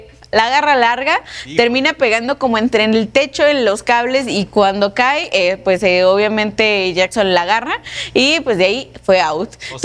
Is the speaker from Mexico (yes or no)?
yes; Mexico